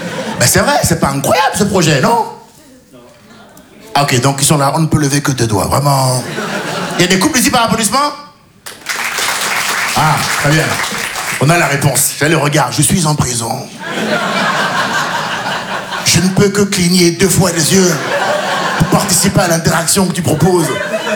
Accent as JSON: {"language": "French", "country": "Benin", "also_born_or_lived": "France", "said": "je suis franco-béninois. Ouais, mais je me dis, maintenant, quand les impôts, ils viennent, je suis béninois."}